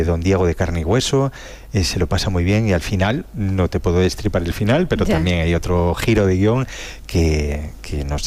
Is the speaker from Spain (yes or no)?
yes; Ciudad Real province, Castilla-La Mancha, Spain; moved away; al entrar en la provincia de Ciudad Real, yo soy de aquí, mis padres eran de Puerto Llano, es decir, le he dicho a mi mujer, digo, mira, esas son mis montañas, mi sitio, y es como llegar a casa.